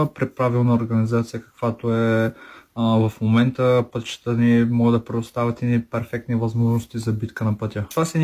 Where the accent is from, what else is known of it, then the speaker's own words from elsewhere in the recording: Plovdiv, Plovdiv Province, Bulgaria; да ги видя в моя роден град, по моите родни пътища, където аз съм се състезавал.